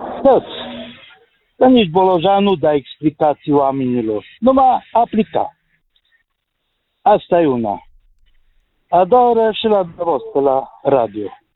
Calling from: Mureș County, Romania; din Mureș.

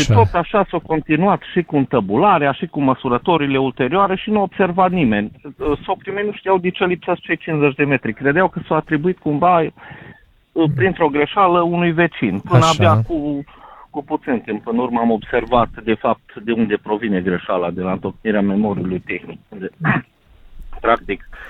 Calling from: Cluj-Napoca, Cluj County, Romania; sunt de la Cluj.

